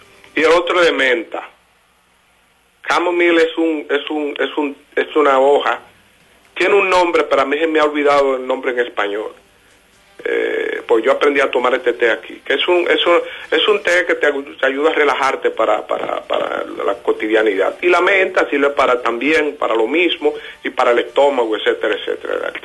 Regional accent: Dominican Republic; moved away; yo soy dominicano

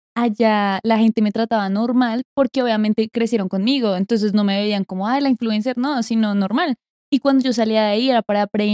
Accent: Bogotá, Colombia; born there; Nací en Bogotá.

